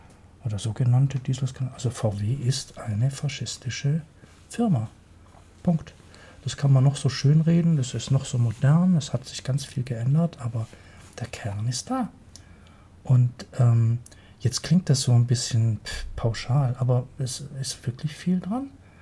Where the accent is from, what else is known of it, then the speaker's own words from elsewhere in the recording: Germany; Ich bin Deutscher, aber mit Liberté, Égalité, Fraternité.